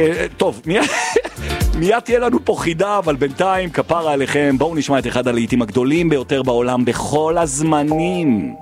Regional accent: Jerusalem, Jerusalem District, Israel; born there; בגלל שאני נולדתי בארץ, זכיתי להיות קודם כל יהודי ואחרי זה ישראלי שנולד בירושלים ובעזרת השם ימות בירושלים

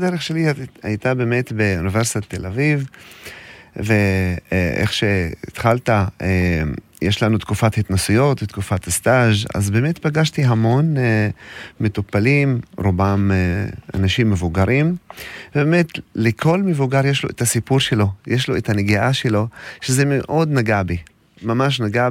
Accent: Eilabun, Northern District, Israel; אני מגיע מאלבון

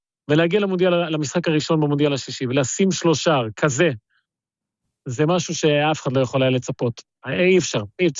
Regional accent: Argentina; also born or lived in Ecuador; כן, אני ארגנטינאי. אני נולדתי באקוודור, הורים שלי מארגנטינה, סתם הם עבדו פשוט באקוודור

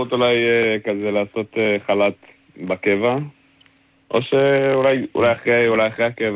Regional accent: Petah Tikva, Central District, Israel; כן, born and raised פתח תקווה.

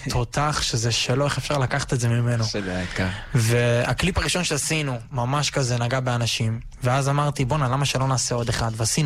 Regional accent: Rishon LeZion, Central District, Israel; אנחנו גדלנו ברמת אליהו בראשון

